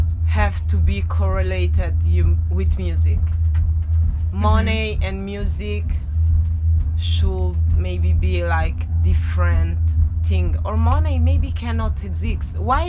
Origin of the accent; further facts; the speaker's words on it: Italy; English is a second language; moved away as an adult; now in Paris, France; I'm born and raised in Italy, but I decided to left because I was seeking for more representation, and I decided to go in Paris.